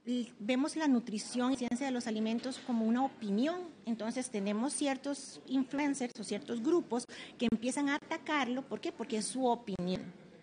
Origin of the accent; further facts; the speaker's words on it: Costa Rica; soy de Costa Rica. ¿Eh? En mi país tiembla mucho, aquí tiembla mucho.